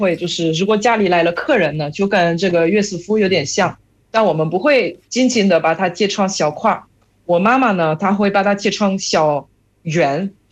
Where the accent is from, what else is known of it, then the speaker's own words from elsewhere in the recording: central France, France; Chinese is a second language; moved away as an adult; 但法国，其实可能法国南部也是有西瓜，但我是来自中部吧，可以说就是西边。我们那边的这个气候不允许我们的那个种西瓜的。